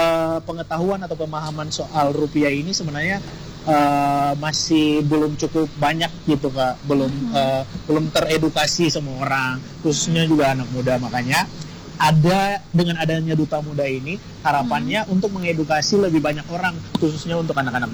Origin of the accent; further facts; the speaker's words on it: Maluku, Indonesia; Dan kebetulan di daerahku di Maluku aku keluar jadi juara satu.